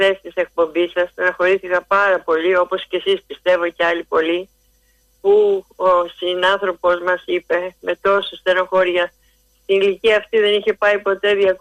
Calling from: Athens, Attica, Greece; από το Λόφο Σκουζέ.

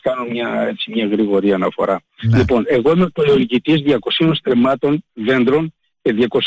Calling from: Komotini, Eastern Macedonia and Thrace, Greece; καλημέρα σε όλο τον κόσμο, από Κομωτινή, από Θράκη.

